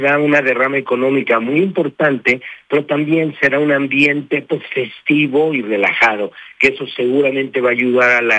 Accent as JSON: {"language": "Spanish", "country": "Mexico"}